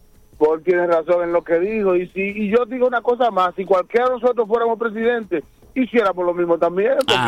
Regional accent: Santo Domingo, Dominican Republic; moved away; yo me crié en Santo Domingo.

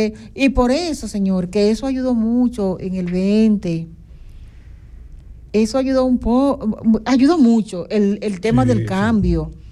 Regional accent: Dominican Republic; La República Dominicana, necesitamos que bien nos gobiernen

